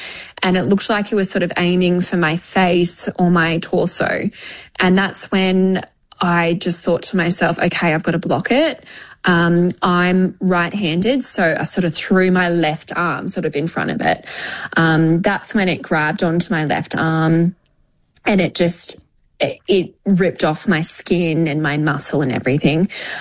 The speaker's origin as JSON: {"language": "English", "town": "Sydney", "region": "New South Wales", "country": "Australia", "tie": "born or raised there", "also_born_or_lived": "Hawke's Bay, New Zealand", "said": "I'm actually a New Zealand citizen. I am a dual citizen, so I'm Australian and Kiwi, and I have been brought up in Australia, but I am still a very proud Kiwi. My family are from Hawke's Bay."}